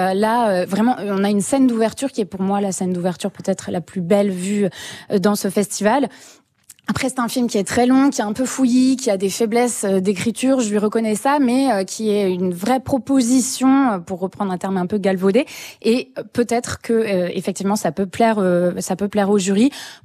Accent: France; qu'en tant que français, on soit trop concentré sur ce film.

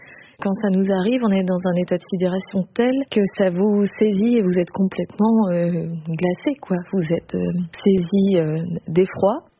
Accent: Auvergne-Rhône-Alpes, France; comme je suis des Hauts-de-Savoie

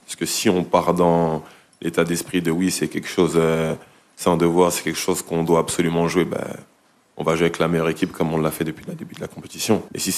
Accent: France

